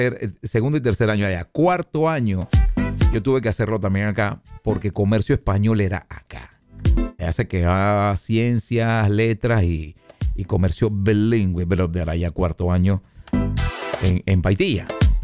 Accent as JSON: {"language": "Spanish", "town": "Panama City", "region": "Panamá", "country": "Panama", "tie": "born there"}